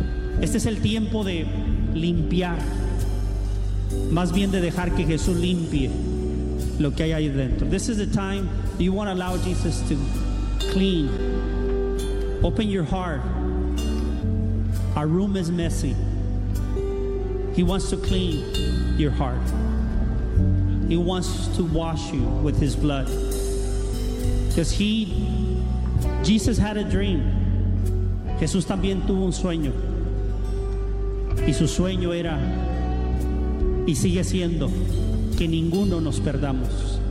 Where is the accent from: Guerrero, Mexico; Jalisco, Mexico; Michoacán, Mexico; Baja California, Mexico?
Baja California, Mexico; Tijuana; now in United States; la vecindad donde crecí en Tijuana